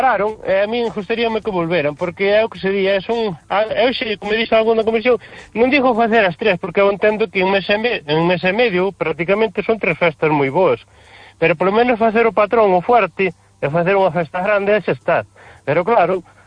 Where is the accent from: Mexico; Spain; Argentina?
Spain; Fene, Galicia; eu son de Fene, maniños, viví moitos anos alá.